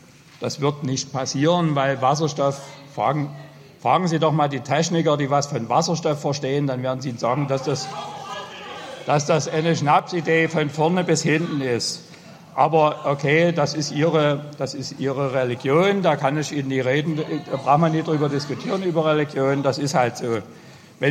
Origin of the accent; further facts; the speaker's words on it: East Germany, Germany; Ich bin in der DDR groß geworden